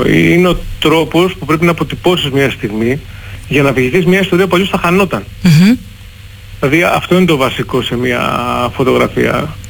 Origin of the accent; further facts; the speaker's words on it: Patras, West Greece, Greece; now in Athens, Greece; ξέρουν ότι η καταγωγή μου είναι από την Πάτρα.